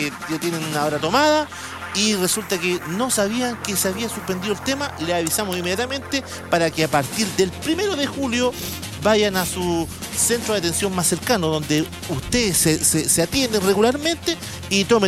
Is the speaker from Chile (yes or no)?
yes; Chile; Yo soy chileno, bien chileno para mis cosas.